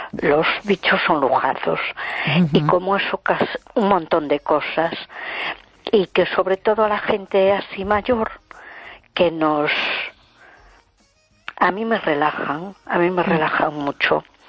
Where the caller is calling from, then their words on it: A Coruña, Galicia, Spain; de Coruña.